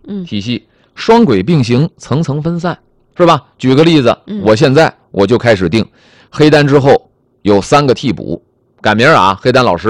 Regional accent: China; 我觉得作为中国人

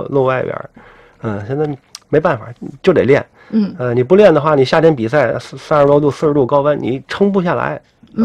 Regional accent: Tianjin, China

